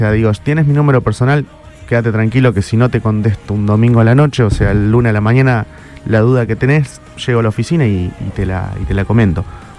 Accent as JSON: {"language": "Spanish", "region": "Entre Ríos", "country": "Argentina", "moved": "yes", "lives_now": "Rosario, Argentina", "said": "nosotros como rosarinos, mira, me adopté porque yo soy Entre Ríos."}